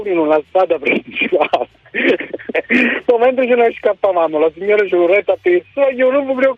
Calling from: Frattamaggiore, Campania, Italy; Che sono di Fratta Maggiore.

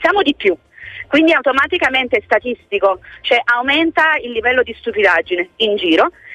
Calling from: Naples, Campania, Italy; Sono da Napoli.

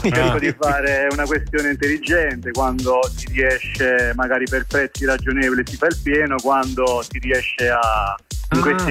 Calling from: Genoa, Liguria, Italy; Mi chiamo da Genova.

